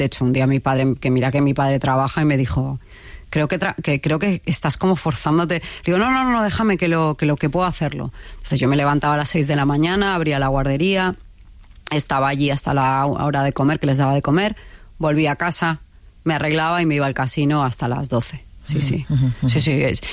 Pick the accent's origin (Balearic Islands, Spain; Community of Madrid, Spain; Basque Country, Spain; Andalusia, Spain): Balearic Islands, Spain; soy de Mallorca y bueno, no sé dónde tal.